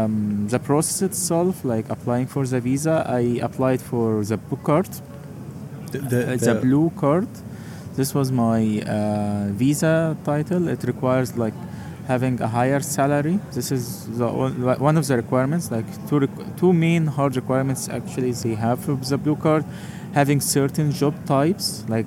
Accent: Egypt; moved away as an adult; now in Berlin, Germany; I came from Egypt, came alone at that time.

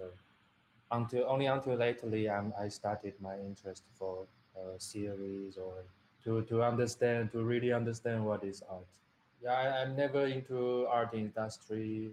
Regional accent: Taiwan; English is a second language; I'm from Taiwan.

